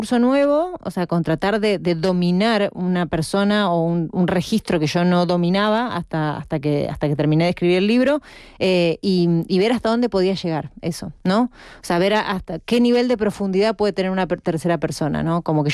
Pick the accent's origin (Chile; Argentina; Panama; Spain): Spain; Madrid, Community of Madrid